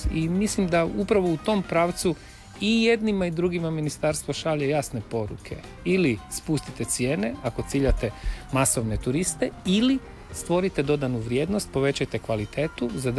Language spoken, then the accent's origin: Croatian; Karlovac, Karlovac County, Croatia; mi u Karlovcu, ja sam iz Karlovca